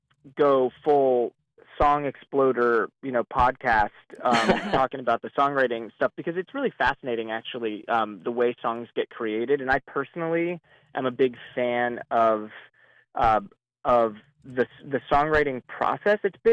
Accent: Ohio, United States; I am from Ohio

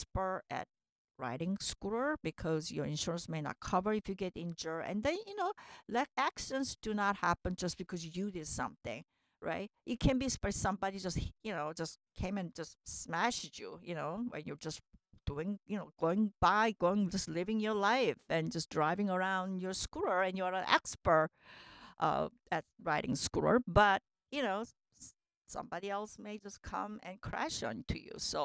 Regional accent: United States; and I'm from North America, you know, from U.S.

